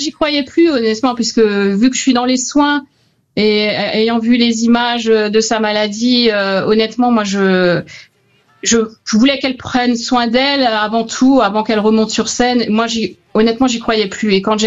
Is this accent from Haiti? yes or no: no; Grand Est, France; now in Var, France; Alors moi, je suis d'origine d'Alsace et depuis 5 ans, j'habite dans le Var.